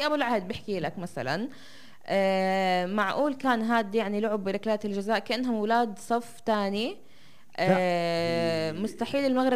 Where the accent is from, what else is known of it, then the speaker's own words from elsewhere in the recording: Palestine; accent: Palestinian; بما ان اللهجه الفلسطينيه عندنا.